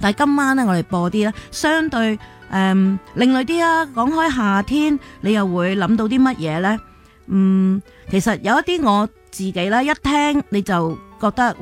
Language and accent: Cantonese; Qingyuan, Guangdong, China; 我系清远人。